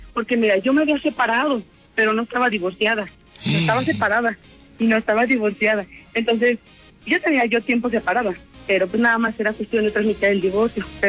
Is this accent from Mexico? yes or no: yes; Guanajuato, Mexico; Él es de Pachuca, yo soy de acá, de Guanajuato.